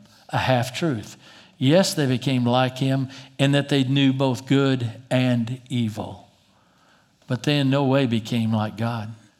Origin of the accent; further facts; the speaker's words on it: Plano, Texas, United States; I grew up in Plano, so I can talk about us. But Plano people are different.